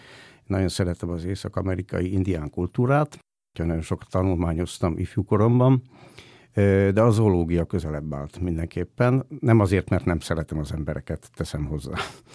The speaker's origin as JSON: {"language": "Hungarian", "town": "Rožňava", "region": "Košice Region", "country": "Slovakia", "tie": "born or raised there", "moved": "yes", "said": "szülővárosomban, Rozsnyón"}